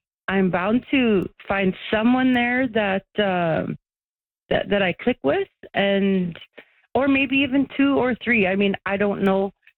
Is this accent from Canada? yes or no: yes; Tuktoyaktuk, Northwest Territories, Canada; now in Inuvik, Canada; I'm from Tuck. I live in Inuvik. My dad is from Tuck. My mom is from Fort McPherson. Honestly, I'm related to everybody here.